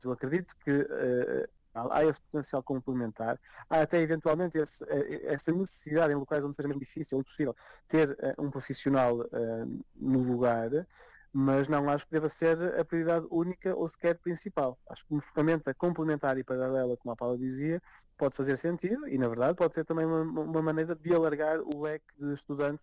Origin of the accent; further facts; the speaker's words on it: Portugal; moved away as an adult; Eu quando saí de Portugal, em 2008, lembramos-nos bem, não eram os melhores anos do país